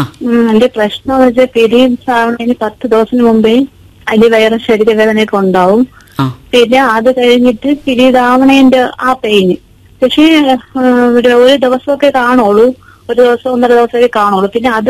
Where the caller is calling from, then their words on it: Thiruvananthapuram, Kerala, India; ഞാൻ തിരുവനന്തപുരത്ത് നിന്നാണ് താമസിക്കുന്നത്.